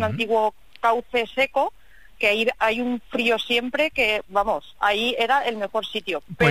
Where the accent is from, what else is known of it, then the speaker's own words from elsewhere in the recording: Castilla-La Mancha, Spain; now in Burjassot, Spain; Que es de Albacete, claro.